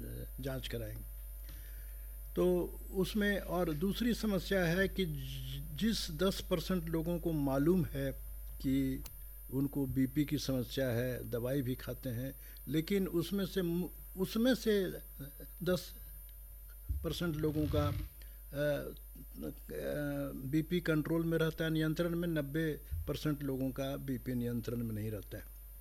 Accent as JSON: {"language": "Hindi", "town": "Darbhanga", "region": "Bihar", "country": "India", "tie": "born or raised there", "said": "मैं स्थानीय इसी शहर का रहने वाला हूँ, मेरी समूची जिंदगी इसी शहर में बीती है, मेरा पठन पाठन अध्यापन इसी शहर में हुआ, और इसी शहर में मैं दरभंगा मेडिकल कॉलेज में मेडिसिन डिपार्टमेंट और ये आप कार्डियोलॉजी डिपार्टमेंट का हेड रहा"}